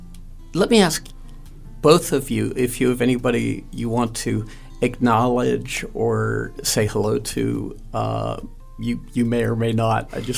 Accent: Pennsylvania, United States; I grew up near there

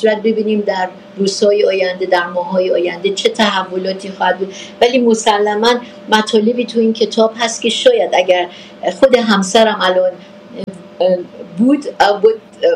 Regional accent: Iran; به عنوان یک ایرانی

